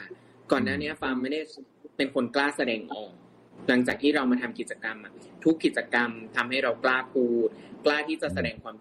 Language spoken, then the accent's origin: Thai; Phayao, Thailand